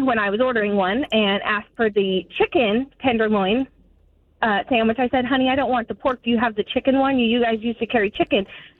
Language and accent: English; Utah, United States; So I must first say I'm from Utah, and that's kind of where the confusion came from.